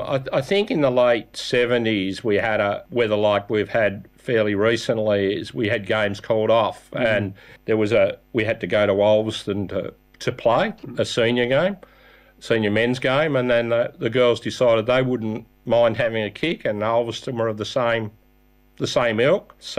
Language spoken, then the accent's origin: English; Launceston, Tasmania, Australia; born there; also born or lived in England; I was born in Launceston, but I just enjoyed myself being over there so much that I wanted to go.